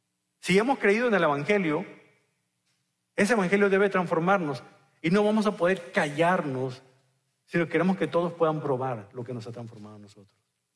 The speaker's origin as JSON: {"language": "Spanish", "country": "Mexico", "said": "De seguro era de mi tierra, porque solamente en México, en mis tierras, desayunamos pescado en la mañana"}